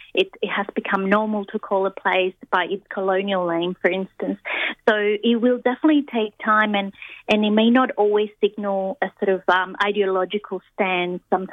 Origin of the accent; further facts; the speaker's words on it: Argentina; now in Australia; I'm originally from Argentina. When I came to Australia, interestingly, as a migrant, I remember the first few years teaching Spanish